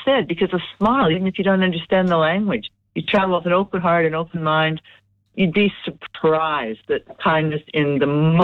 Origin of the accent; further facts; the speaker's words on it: Canada; accent: Canadian; now in Australia; And by the way, I'm Canadian by birth, as you may gather from the accent, but I've lived in Australia over 50 years. And I remember when I was 13 years old in Canada on the wrong side of the tracks